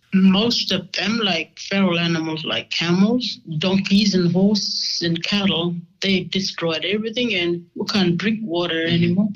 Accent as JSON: {"language": "English", "town": "Ali Curung", "region": "Northern Territory", "country": "Australia", "said": "I'm Kadich Walpri woman. My mum, she's Kadich. I'm from Alikurung."}